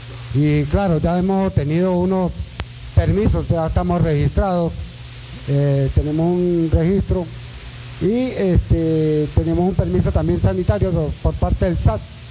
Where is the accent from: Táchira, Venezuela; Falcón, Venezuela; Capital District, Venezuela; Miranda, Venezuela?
Táchira, Venezuela; Cárdenas; Pues sí, nosotros somos del municipio de Cárdenas, específicamente.